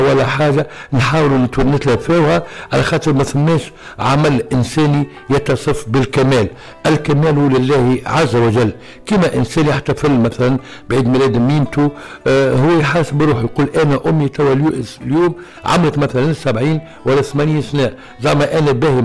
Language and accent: Arabic; Tunisia; بلادنا تونس الحبيبة